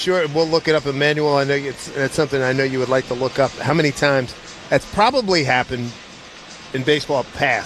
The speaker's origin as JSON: {"language": "English", "town": "Philadelphia", "region": "Pennsylvania", "country": "United States", "tie": "born or raised there", "said": "I grew up in Philly."}